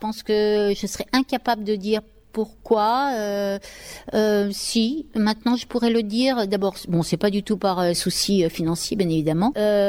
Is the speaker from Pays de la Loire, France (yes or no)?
no; Paris, Île-de-France, France; now in Ariège, France; moi, je suis une Parisienne, j'ai grandi à Paris, mais j'ai vite fui la grande ville. J'ai beaucoup voyagé